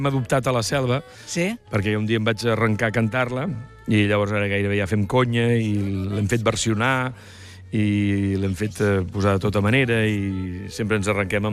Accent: Catalonia, Spain; som del Camp de Tarragona

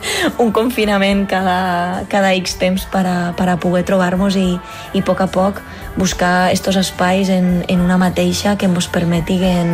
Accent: Amposta, Catalonia, Spain; El juliol, el dia 18, tocaré el Festival Eufònic a Amposta, al meu poble, que em fa molta, molta, molta, moltíssima il·lusió.

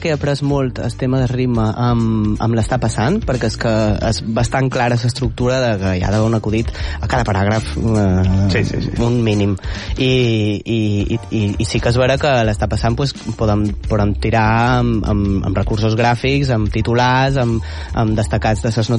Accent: Balearic Islands, Spain; moved away; Jo, al final, sóc de Mallorca

